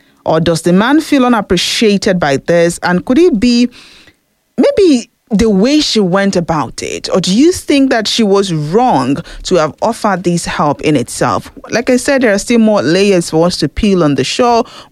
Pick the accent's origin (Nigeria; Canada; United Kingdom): Nigeria; as a Nigerian